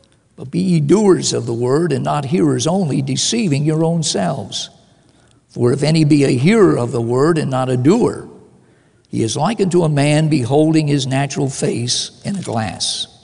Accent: Miami, Florida, United States; moved away as an adult; We hail from Miami, Florida.

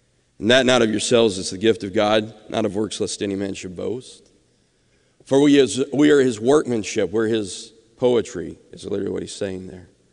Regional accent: Alabama, United States; which we were very familiar with growing up in Alabama.

